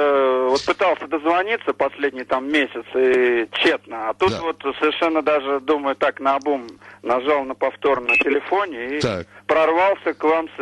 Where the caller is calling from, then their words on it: Moscow, Russia; я из Москвы.